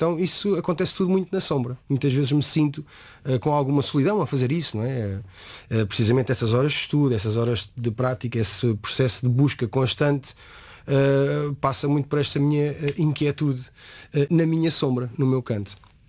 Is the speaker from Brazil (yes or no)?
no; Torres Vedras, Lisbon, Portugal; born there; também em Torres Vedras, na cidade onde eu vivo, onde eu nasci